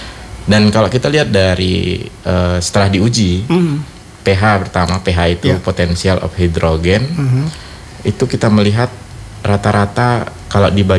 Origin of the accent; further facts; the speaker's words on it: Sumbawa, West Nusa Tenggara, Indonesia; born there; moved away as an adult; Lahir juga Sumbawa. Memang saya orang Sumbawa, dulu tugas di Sumbawa, sekarang pindah.